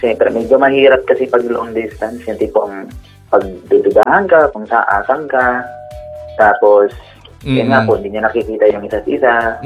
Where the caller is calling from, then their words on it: Taguig, Metro Manila, Philippines; ng Taguig.